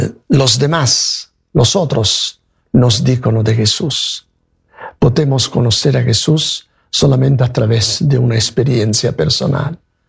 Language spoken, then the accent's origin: Spanish; Italy; Spanish is a second language; moved away; Yo soy italiano, no soy mexicano